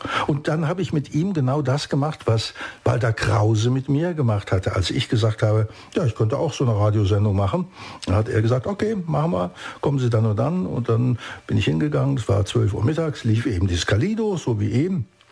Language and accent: German; Cologne, North Rhine-Westphalia, Germany; Ich bin in Köln groß geworden und in Köln hörte man BFBS.